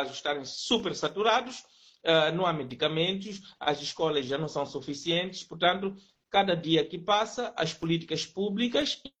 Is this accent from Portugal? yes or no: no; Mozambique; numa situação em que nós deveríamos, como moçambicanos, irem buscar auxílio nisso.